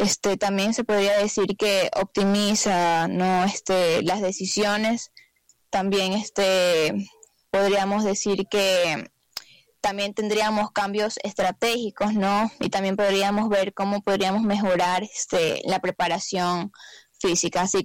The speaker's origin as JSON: {"language": "Spanish", "country": "Ecuador", "said": "nosotros somos de Ecuador"}